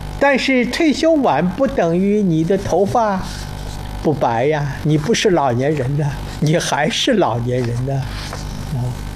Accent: China

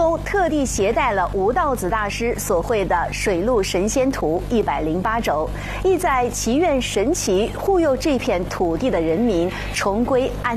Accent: Mingguang, Anhui, China; 这就是我的家乡明光市女山湖镇

